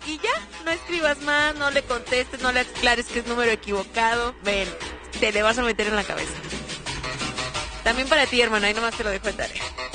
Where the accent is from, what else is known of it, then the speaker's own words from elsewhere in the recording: Mexico; somos muy malos mexicanos aparentemente.